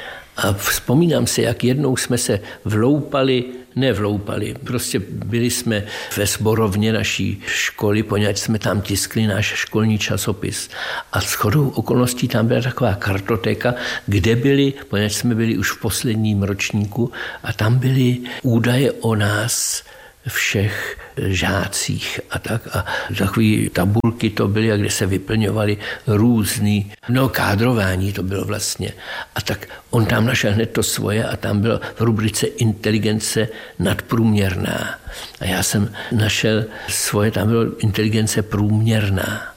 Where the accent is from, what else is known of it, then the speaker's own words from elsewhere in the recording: Prague, Czechia; Byli jsme oba ze Spořilova